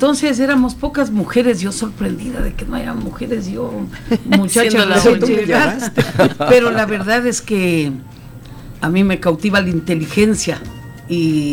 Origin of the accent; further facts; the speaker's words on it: Quito, Pichincha, Ecuador; moved away as an adult; now in Santo Domingo, Ecuador; yo llegué a Santo Domingo en el 83, yo soy quiteña de nacimiento y mi lindo Quito no tenía espacio para mí